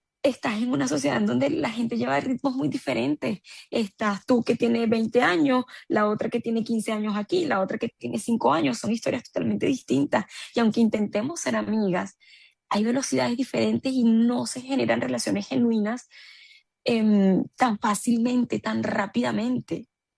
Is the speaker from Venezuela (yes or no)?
yes; Venezuela; moved away as an adult; Cuando yo salí de Venezuela